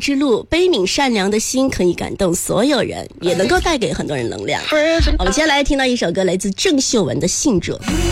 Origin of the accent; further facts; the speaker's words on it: China; 我们中国人